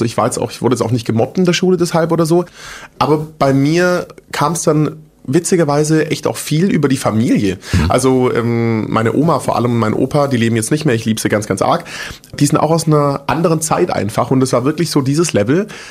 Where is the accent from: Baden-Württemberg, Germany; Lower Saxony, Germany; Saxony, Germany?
Baden-Württemberg, Germany; Großbottwar; also born or lived in Stuttgart / Frankfurt; Ich bin mit allem drum und dran, glaube ich, der Vorzeigeschwabe. Genau. Ich bin in Stuttgart geboren, bin in so einem Kaff aufgewachsen, das heißt Großbottwar.